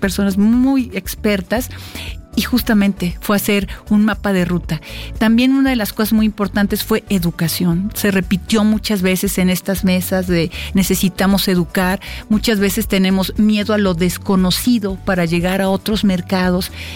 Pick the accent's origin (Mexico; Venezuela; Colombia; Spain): Mexico; Nosotros tenemos como mexicanos